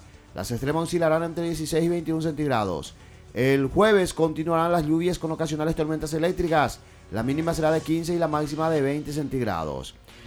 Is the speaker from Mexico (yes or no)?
no; Paraguay; Y como paraguayos, expectante